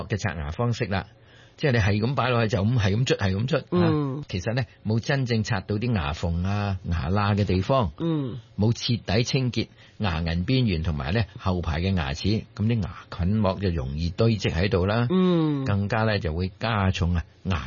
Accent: Guangdong, China; 咁同我哋广东人所讲嘅执人口水尾咧，即系有异曲同工之妙啦。

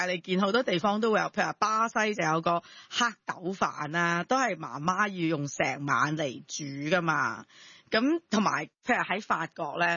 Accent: Guangdong, China; 即系我哋广东人最多就话炖汤啊。

